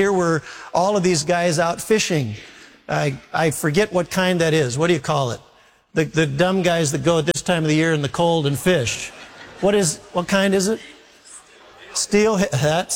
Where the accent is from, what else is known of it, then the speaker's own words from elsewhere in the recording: Minneapolis, Minnesota, United States; and I'm from Minneapolis, but I have never, ever been colder in all of my life.